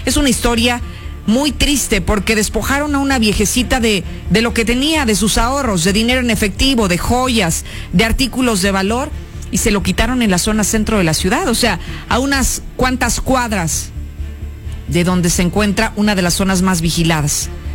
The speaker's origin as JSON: {"language": "Spanish", "country": "Mexico", "said": "los más lastimados somos los mexicanos"}